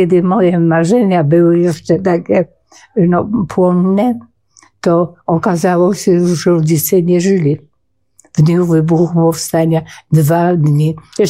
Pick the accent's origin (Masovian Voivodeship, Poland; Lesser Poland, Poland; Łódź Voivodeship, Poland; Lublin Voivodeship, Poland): Masovian Voivodeship, Poland; Warsaw; ja w ogóle mieszkałam, wychowywałam się w Cytadeli od urodzenia, z uwagi na to, że ojciec wojskowy.